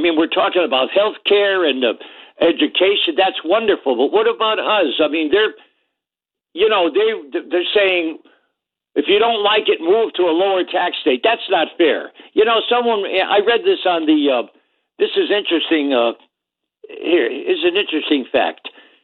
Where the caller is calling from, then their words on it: Derby, Connecticut, United States; They're killing us over here in Derby.